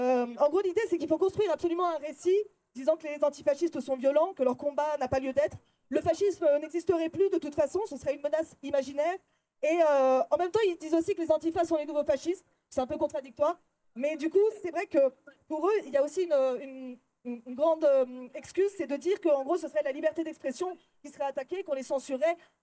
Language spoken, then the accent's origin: French; Lyon, Auvergne-Rhône-Alpes, France; moi je suis de Lyon